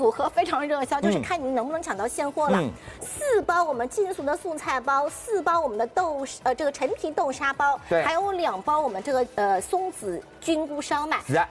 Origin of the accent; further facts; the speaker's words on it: Shanghai, China; 我们的口味跟黔中带甜，更加就是适合我们上海人的口味。